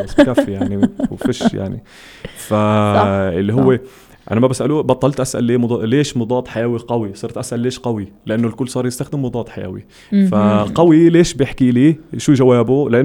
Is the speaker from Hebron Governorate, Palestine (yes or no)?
no; West Bank, Palestine; عندنا في الضفة الغربية